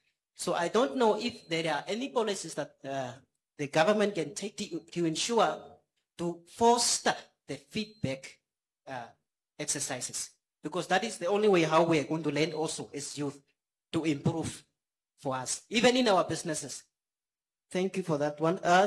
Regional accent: Grootfontein, Otjozondjupa, Namibia; from Grootfontein constituency, Otjodanjuba region

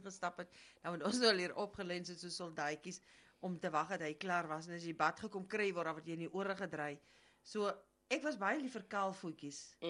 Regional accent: Swakopmund, Erongo, Namibia; ons het in Swakop groot geword, my pa het op Rossing myn gewerk

